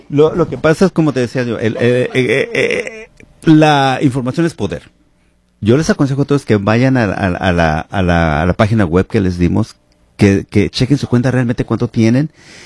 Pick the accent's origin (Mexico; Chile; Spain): Mexico; now in Washington, United States; yo soy de México